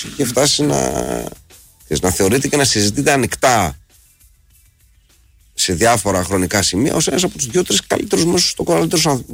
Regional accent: Greece; Έχουμε ανάγκη να στηρίζουμε με πάθος κάθε τι που ηχεί ελληνικό ακόμα και αν δεν είναι.

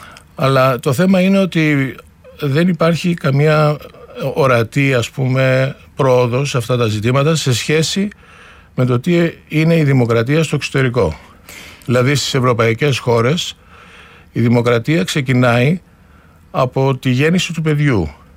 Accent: Greece; moved away as an adult; now in Berlin, Germany; σαν Έλληνας που έχει μεγαλώσει, έχει γεννηθεί εδώ, έχει σπουδάσει εδώ, και αργότερα όμως και από τις εμπειρίες που έχω σαν Έλληνας του εξωτερικού

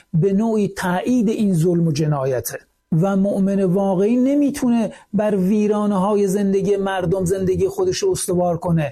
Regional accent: Iran; من نه به عنوان یک ایرانی زنده مذهب، بلکه به عنوان یک ایرانی سکولار

